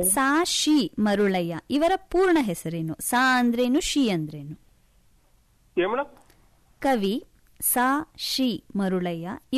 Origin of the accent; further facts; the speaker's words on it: Karnataka, India; ಈಗ ನಾವು ಕನ್ನಡಿಗರಾಗಿ